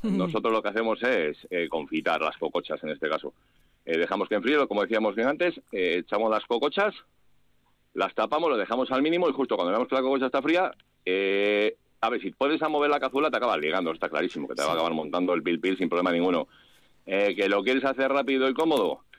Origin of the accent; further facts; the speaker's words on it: Castile and León, Spain; moved away; Sí, obligatorio que sea pico pardal de León. Sí. Pedro Sillano está muy bueno, pero yo me sigo quedando con el de mi tierra.